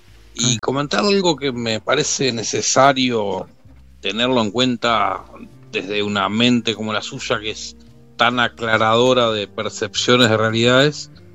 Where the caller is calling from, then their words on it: Uruguay; de Uruguay.